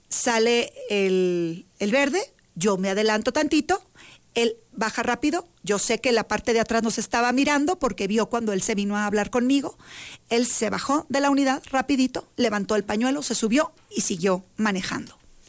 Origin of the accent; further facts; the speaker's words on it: Mexico; Somos mexicanos